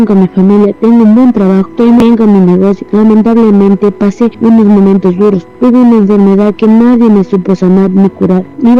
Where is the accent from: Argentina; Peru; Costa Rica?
Peru; Cajabamba, Cajamarca; soy de Cajabamba.